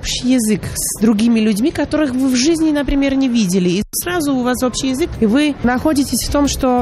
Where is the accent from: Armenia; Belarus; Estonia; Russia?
Armenia; now in Bratislava, Slovakia; Я как армянка, которая живу долгие годы уже в Братиславе, в Словакии